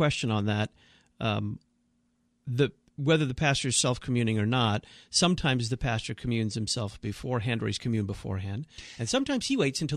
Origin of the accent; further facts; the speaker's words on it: the South, United States; I grew up in the Bible Belt.